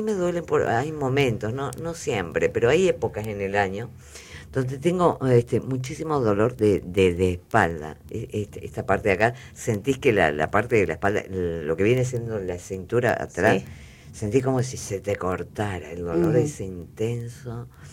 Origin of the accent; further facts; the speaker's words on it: Argentina; como somos los argentinos, re intenso, re pesado, re ansioso.